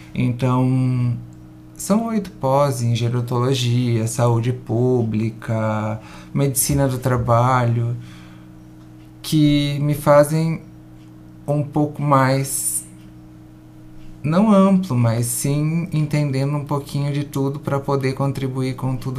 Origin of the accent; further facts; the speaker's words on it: David Canabarro, Rio Grande do Sul, Brazil; now in Vila Maria, Brazil; Minha família é natural de Itavicanabarro, assim como eu também sou. E fazem já 14 anos que eu estou um pouco distante, então agora que eu estou retornando às origens novamente.